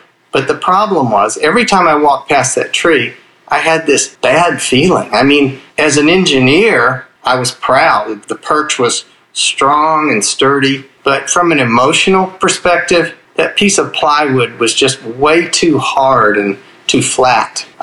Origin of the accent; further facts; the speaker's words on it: Houston, Texas, United States; I'm from Houston, Texas. I'm retired now, but until recently, I was professor of behavioral science at the University of Texas MD Anderson Cancer Center.